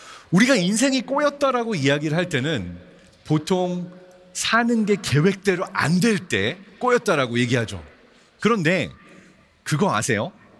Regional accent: Seoul, South Korea; born there; also born or lived in Germany

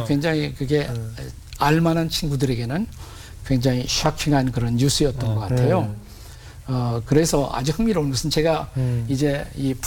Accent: South Korea; moved away as an adult; 저는 한국에서 온 학생이고 영어가 부족했지만

